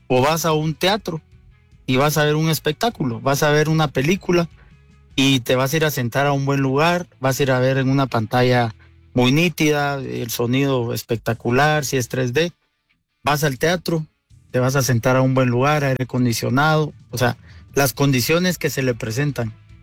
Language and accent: Spanish; Guatemala; now in Costa Rica